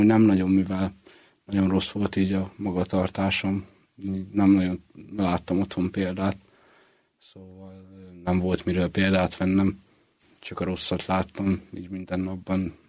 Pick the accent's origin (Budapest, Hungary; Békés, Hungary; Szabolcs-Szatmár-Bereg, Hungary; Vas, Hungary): Békés, Hungary; Mezőberény; és utána leköltöztünk Békés megyébe, azon belül Mezőberénybe. Utána ott töltöttem a gyerekkorom, egészen 8 éves koromig, elég szegény körülmények közt.